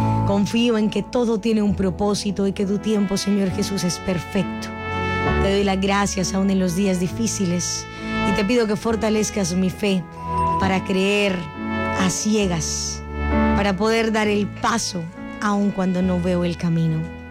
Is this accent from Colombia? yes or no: yes; Colombia